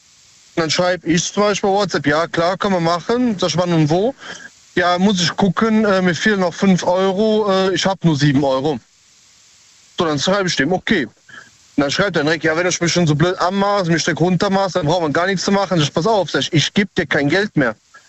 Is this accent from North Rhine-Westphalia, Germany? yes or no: yes; Cologne, North Rhine-Westphalia, Germany; Aus Köln.